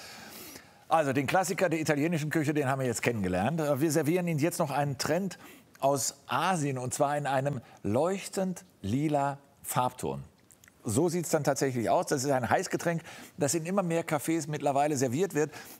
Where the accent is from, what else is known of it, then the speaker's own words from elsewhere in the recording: North Rhine-Westphalia, Germany; Ich stamme aus Nordrhein-Westfalen.